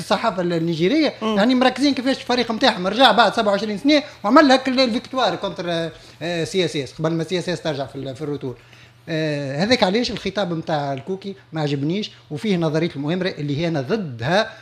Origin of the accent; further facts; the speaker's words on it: Tunisia; انا كتونسي